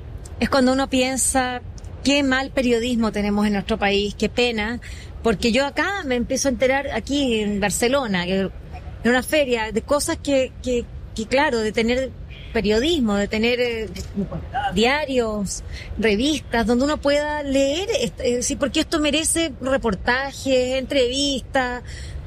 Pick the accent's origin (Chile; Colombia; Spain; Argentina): Chile; nuestra memoria como chilenos